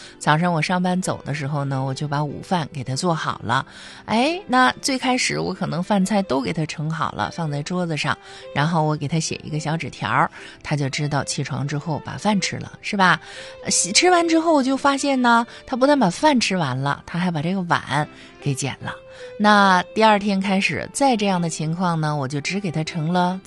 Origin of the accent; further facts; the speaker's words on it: Northeast China, China; 咱们东北人喜欢的大饼子